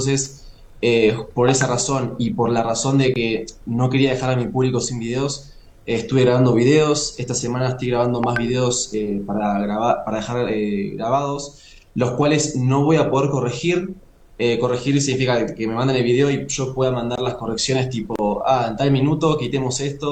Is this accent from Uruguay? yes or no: yes; Uruguay; moved away as an adult; now in Mexico City, Mexico; Empecé en Uruguay, yo soy uruguayo.